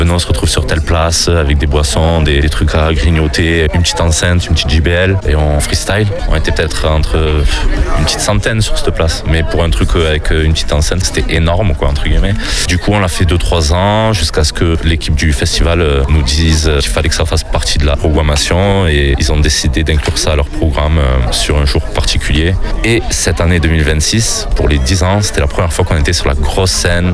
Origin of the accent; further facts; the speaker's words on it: France; on est au bord de l'étang, à Totem, chez les copains, c'est ma ville natale. Voilà, moi je suis un artiste ici.